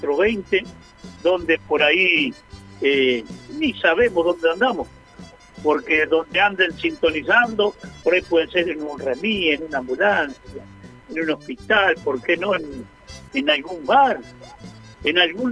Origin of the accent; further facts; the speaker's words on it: General Madariaga, Buenos Aires Province, Argentina; aquí, desde la costa atlántica, donde estamos trabajando, te decimos muy buenas noches. Nosotros somos de General Madariaga